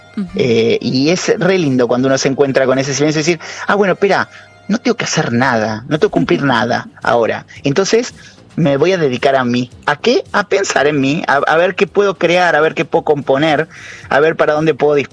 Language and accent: Spanish; Banfield, Buenos Aires Province, Argentina; yo soy de Buenos Aires, soy de Banfield, sí, que es un pueblo al sur de la provincia